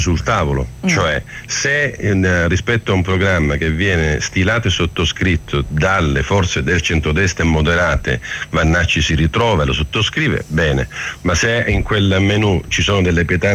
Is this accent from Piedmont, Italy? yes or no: no; Sicily, Italy; Io sono eletto in Sicilia, sono siciliano